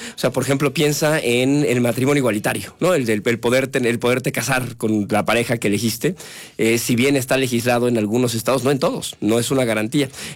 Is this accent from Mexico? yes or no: yes; San Luis Potosí, Mexico; yo soy de San Luis.